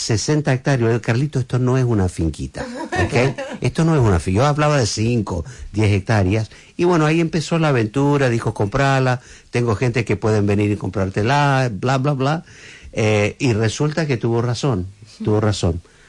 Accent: Argentina; Soy argentino

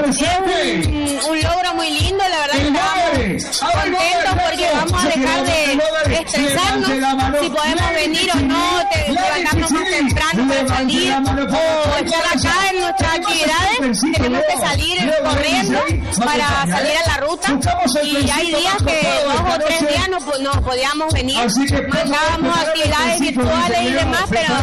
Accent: Pampa Almirón, Chaco, Argentina; Yo soy nacida y criada acá en Pampa Almirón, tengo 56 años

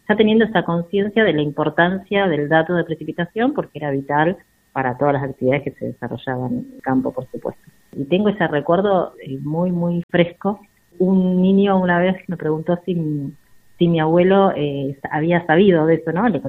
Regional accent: La Pampa, Argentina; also born or lived in Río Gallegos; Yo nací en Río Gallegos, soy bien patagónica, después viví muchos años en el campo de mi abuelo en La Pampa

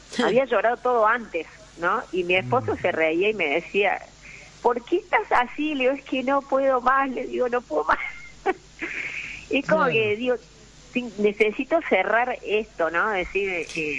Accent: Argentina; Me pesa porque yo soy muy argentina. Amo mi país, amo mi nación.

